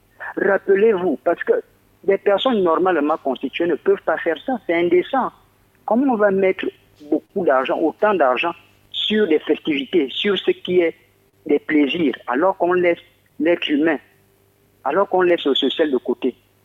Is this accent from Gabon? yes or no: yes; Moyen-Ogooué, Gabon; moi je sais de quoi je parle parce que chez moi, dans le Moyen-Ogoué, il y a eu des détournements massifs de cet argent.